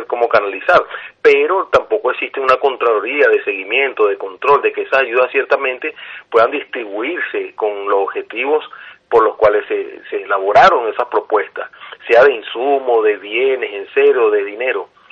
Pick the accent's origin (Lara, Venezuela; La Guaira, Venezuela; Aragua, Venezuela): La Guaira, Venezuela; born there; nací en La Guaira.